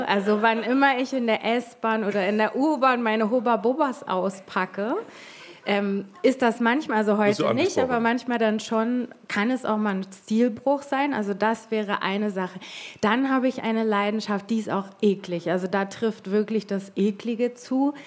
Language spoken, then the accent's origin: German; Hamburg, Germany; Ich bin nicht Sylterin, ich bin Hamburgerin